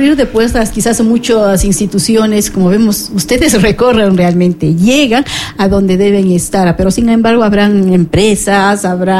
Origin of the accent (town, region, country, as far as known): Ecuador